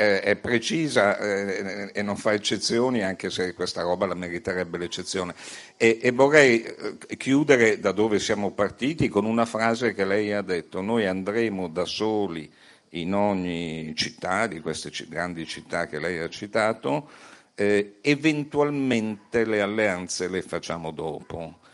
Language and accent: Italian; Milan, Lombardy, Italy; io sono di Milano